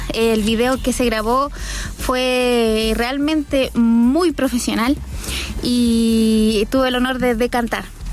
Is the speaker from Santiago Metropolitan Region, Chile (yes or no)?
no; Calama, Antofagasta, Chile; Ah, ya, mira, yo nací en Chuquicamata. Nací en Chuquicamata. Luego, toda mi vida me crié en la ciudad de Calama. Yo soy calameña.